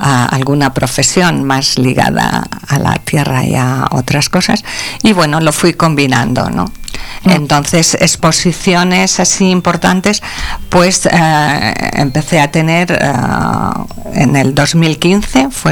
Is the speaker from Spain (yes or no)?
yes; Palencia, Castile and León, Spain; born there; also born or lived in Cevico de la Torre; now in Barcelona, Spain; que es donde yo nací, en Palencia. Aunque luego pues me he ido a Barcelona, pero nunca he dejado el vínculo fantástico con Cevico de la Terre y por lo tanto Palencia.